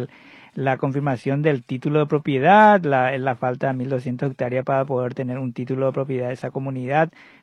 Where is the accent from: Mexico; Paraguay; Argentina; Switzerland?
Paraguay